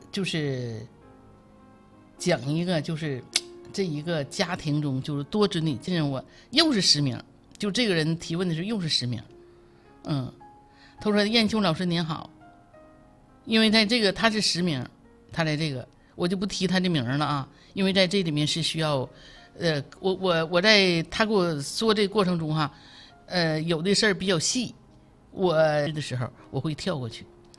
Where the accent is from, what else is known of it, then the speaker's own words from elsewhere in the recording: Jinzhou, Liaoning, China; 我就生在锦州嘛哈，那儿叫南大坝，